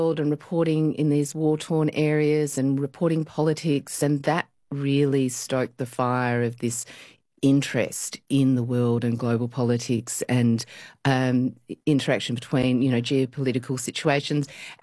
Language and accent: English; Australia; as an Asian growing up in Australia in the 70s, there was nobody in the media who was mirroring me back to me